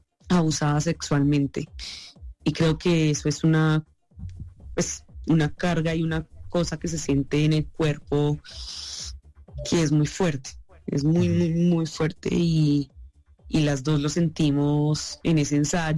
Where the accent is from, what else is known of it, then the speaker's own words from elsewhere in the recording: Barranquilla, Atlántico, Colombia; yo soy barranquillera, pero no me identifico como, o sea, no soy de clase alta, no vengo de ahí, de esos orígenes.